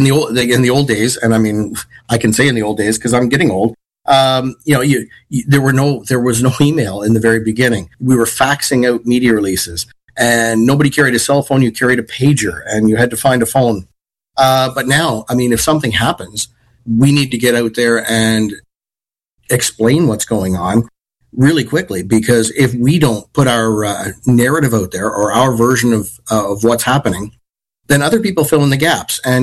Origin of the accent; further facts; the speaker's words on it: Nova Scotia, Canada; moved away as an adult; now in Ontario, Canada; by the time I was 15, I was doing that in my hometown in Nova Scotia.